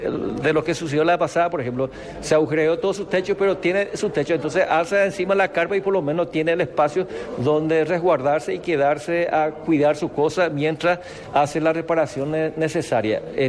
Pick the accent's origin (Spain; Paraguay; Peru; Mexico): Paraguay